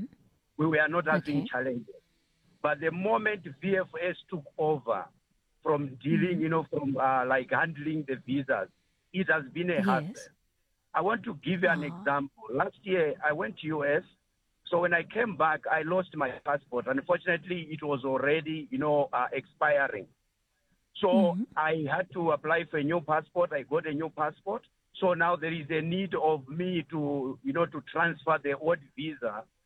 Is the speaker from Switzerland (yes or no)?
no; Malawi; moved away as an adult; now in Pretoria, South Africa; I'm originally from Malawi. I came here some years ago to study